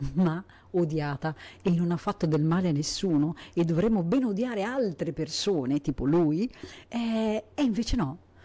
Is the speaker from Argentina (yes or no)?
yes; Argentina; Italian is a second language; now in Italy; che sono malinconica, sono argentina, sono una migrante, sono solo triste